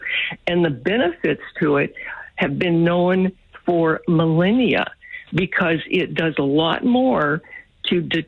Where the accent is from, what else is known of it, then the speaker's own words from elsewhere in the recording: United States; My thought as an American